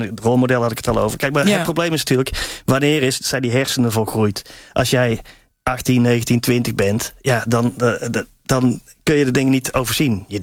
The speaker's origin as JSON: {"language": "Dutch", "town": "Tilburg", "region": "North Brabant", "country": "Netherlands", "accent": "soft g", "moved": "yes", "lives_now": "Amsterdam, Netherlands", "said": "Ik voel me wel een Amsterdammer. Mijn Tilburger in Amsterdam."}